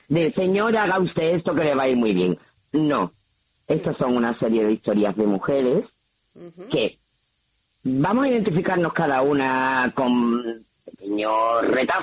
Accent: Jerez, Andalusia, Spain; yo soy de Jerez. Y aquí nos tomamos todo en Andalucía de aquella manera.

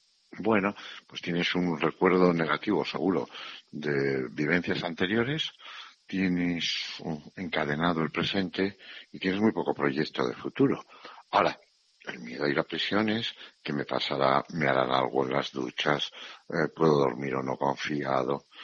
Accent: Navarre, Spain; born there; A ver, yo que nací en Navarra y he corrido encierros

